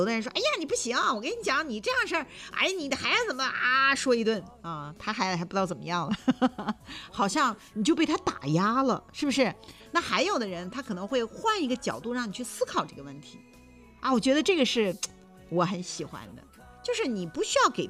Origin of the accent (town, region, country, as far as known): China